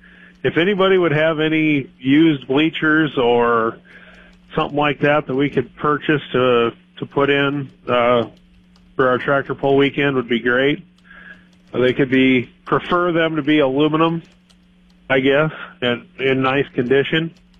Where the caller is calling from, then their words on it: Alpena, South Dakota, United States; from Alpena.